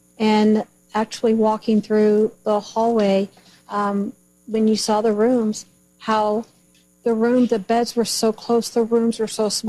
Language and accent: English; Houston, Texas, United States; born or raised there